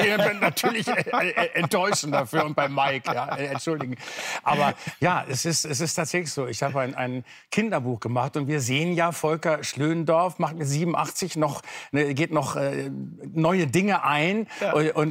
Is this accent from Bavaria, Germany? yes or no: no; Bielefeld, North Rhine-Westphalia, Germany; den Karl Memara Verlag, in Bielefeld, auch meiner Heimatstadt.